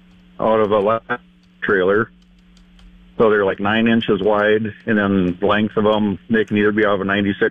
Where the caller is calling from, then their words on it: Renville, Minnesota, United States; of Renville, Minnesota.